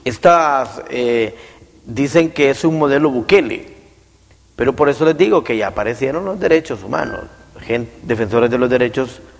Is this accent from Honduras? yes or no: yes; Honduras; Yo estoy de acuerdo como hondureño.